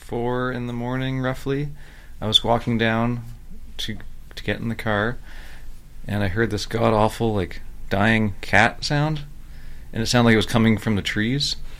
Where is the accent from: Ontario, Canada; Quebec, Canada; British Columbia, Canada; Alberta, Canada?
British Columbia, Canada; Port Moody; now in Prince George, Canada; But I did grow up here, kind of, Port Moody.